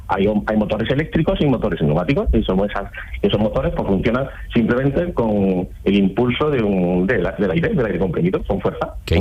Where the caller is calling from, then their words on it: Mairena del Aljarafe, Andalusia, Spain; Pues mira, en Sevilla, concretamente en Mairena del Aljarafe.